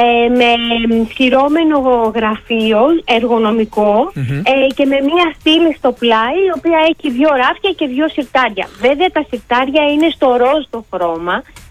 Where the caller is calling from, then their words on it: Agios Dimitrios, Attica, Greece; και είμαι από τον Άγιο Δημήτριο στην Αθήνα.